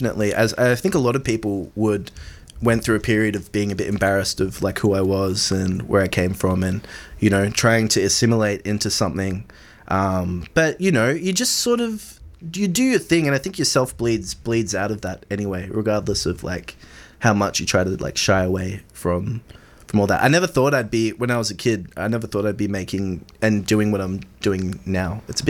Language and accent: English; Ashanti, Ghana; So I come from the Ashanti kingdom, and like I said before, and my grandfather really promoted his culture